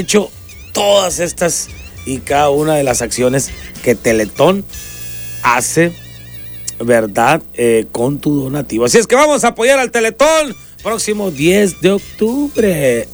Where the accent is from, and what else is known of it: Mexico